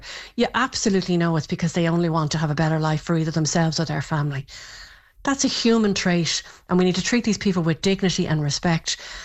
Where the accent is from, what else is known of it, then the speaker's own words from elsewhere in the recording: Ireland; We completely agree, and I'm from Ireland.